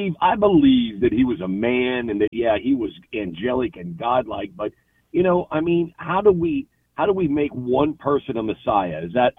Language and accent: English; Houston, Texas, United States; Growing up in Seabrook and Clear Lake in this area of Houston, you know, I didn't really know any Jews, you know.